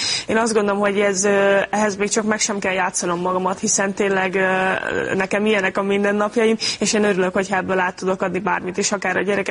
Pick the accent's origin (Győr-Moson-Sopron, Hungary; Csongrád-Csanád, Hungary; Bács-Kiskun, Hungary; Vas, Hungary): Vas, Hungary; Kőszeg; now in Budapest, Hungary; például Kőszegen, a kis városban, ahonnan jöttem